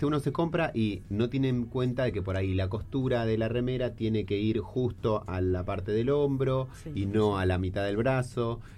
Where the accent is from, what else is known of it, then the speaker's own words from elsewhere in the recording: Tierra del Fuego, Argentina; yo soy de acá, yo soy fueguino.